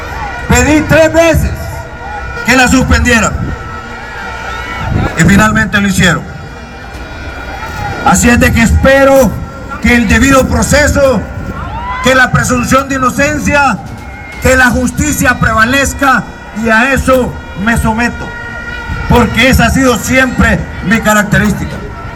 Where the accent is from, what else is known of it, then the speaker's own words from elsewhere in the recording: Honduras; yo regrese a Honduras, porque esa es mi tierra y ese es mi derecho.